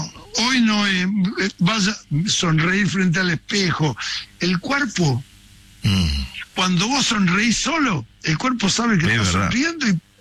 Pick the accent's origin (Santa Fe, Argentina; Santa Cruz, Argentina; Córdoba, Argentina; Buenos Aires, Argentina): Buenos Aires, Argentina; Mataderos; born there